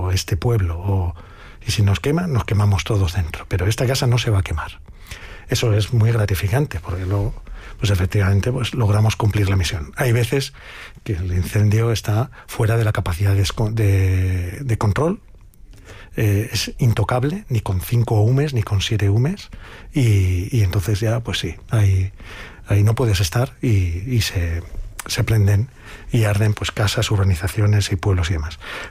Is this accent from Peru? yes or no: no; Spain; o como somos los españoles, es que somos empáticos por naturaleza.